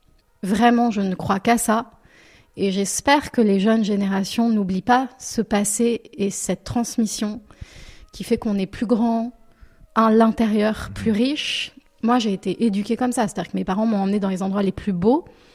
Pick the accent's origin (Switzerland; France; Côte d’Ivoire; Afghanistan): France; first language French; en 2025, à l'âge que j'ai, en France, et finalement me sentir française, et pouvoir dire, mais en fait, c'est ma langue maternelle.